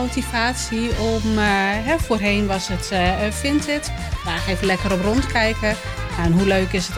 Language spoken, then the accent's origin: Dutch; Musselkanaal, Groningen, Netherlands; also born or lived in Stadskanaal; Ik kom uit Musselkanaal in plaats van Stadskanaal.